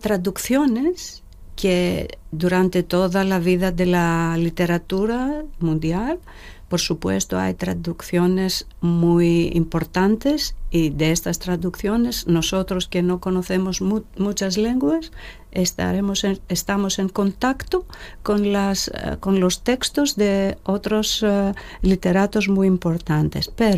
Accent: Greece; Spanish is a second language; now in Gijón, Spain

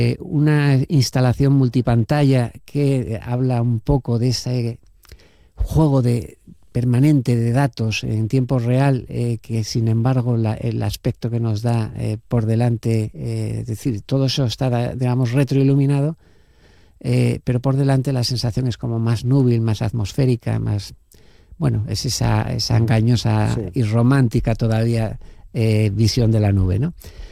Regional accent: Gijón, Asturias, Spain; porque yo mismo, que soy de Gijón, el contacto que tuve con la mina era periférico.

